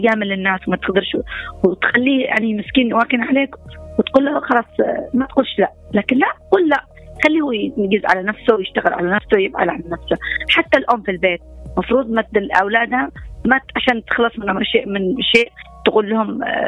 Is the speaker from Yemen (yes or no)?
yes; Yemen; فنحن كمجتمع يمني